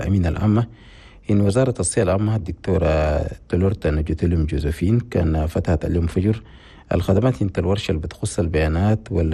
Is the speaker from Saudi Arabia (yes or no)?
no; Chad; بلدنا تشاد